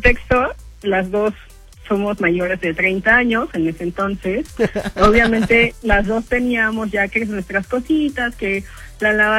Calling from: Mexico City, Mexico; Estoy en Ciudad de México

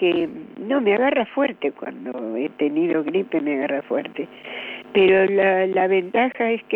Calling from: Avellaneda, Buenos Aires Province, Argentina; soy de Avellaneda

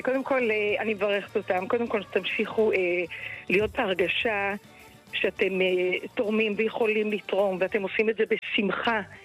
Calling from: Hadera, Haifa District, Israel; אנחנו מחדרה.

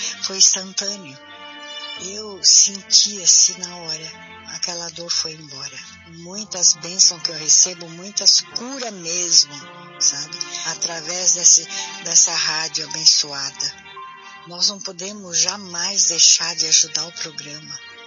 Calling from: Joinville, Santa Catarina, Brazil; tenho 70 anos, sou de Joinville.

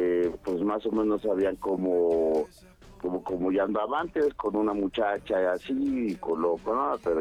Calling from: Cuautitlán, State of Mexico, Mexico; En Cuautitlán, México.

